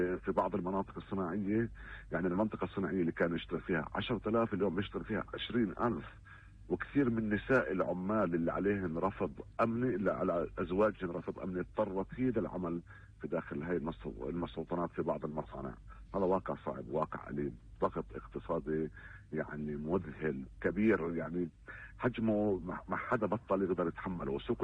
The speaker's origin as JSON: {"language": "Arabic", "country": "Palestine", "said": "إحنا كفلسطينيين"}